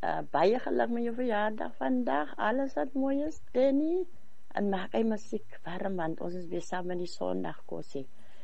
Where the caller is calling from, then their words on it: Oudtshoorn, Western Cape, South Africa; Ek kom van … … van Oudtshoorn.